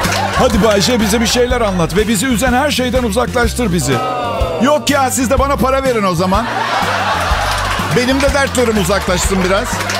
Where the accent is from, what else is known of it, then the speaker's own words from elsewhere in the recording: Istanbul, Turkey; Tophane'de doğdum, Şişli bebesiyim. Sadece adım İtalyan.